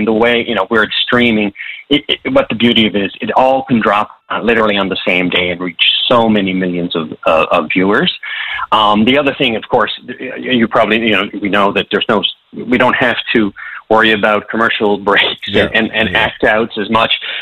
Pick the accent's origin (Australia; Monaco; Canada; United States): Canada; Petty Harbour, Newfoundland and Labrador; because I'm from Petty Harbor. I'm from that small fishing community